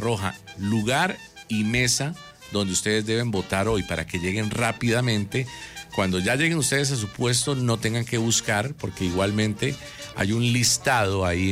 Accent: Colombia; nuestro deber como colombianos

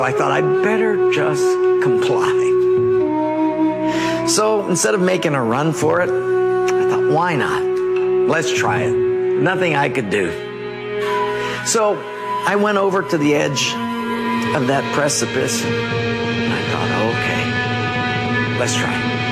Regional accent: Hawaii, United States; born there; moved away as an adult; also born or lived in Japan; Growing up in Hawaii, my mother was a Buddhist, my dad was a Catholic, and I was confused.

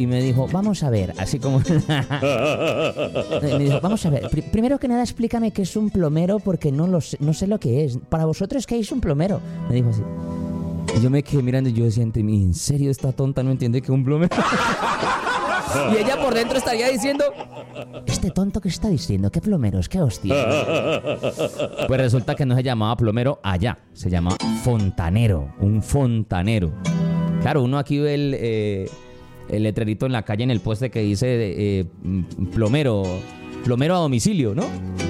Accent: Colombia; uno como colombiano

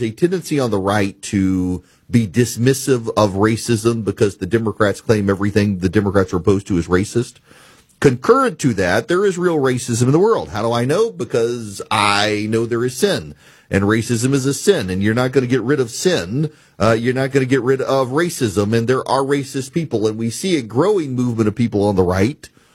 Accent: Dubai, United Arab Emirates; so I grew up in Dubai. I didn't grow up in the country. When I was five, we moved overseas

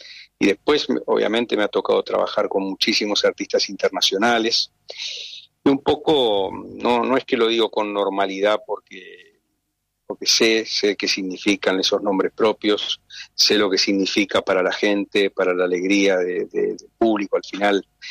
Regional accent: Argentina

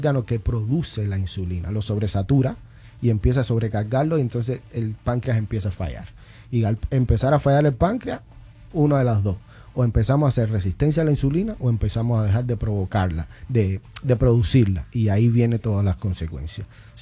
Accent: Cuba; moved away; Yo soy cubano, nosotros los cubanos adictos al pan. Es, viene así en nuestra idiosincrasia.

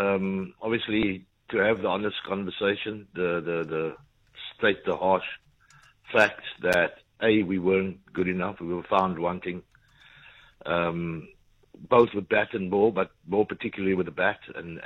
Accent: South Africa; as a South African, I think that's a trait we all possess

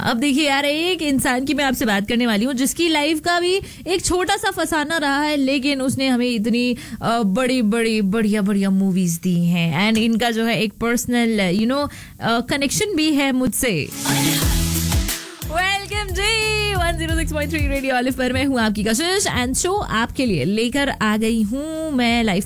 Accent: Bhopal, Madhya Pradesh, India; And इन्हें जो है भोपाल का नवाब भी कहा जाता है, एंड मैं भोपाल से हूँ।

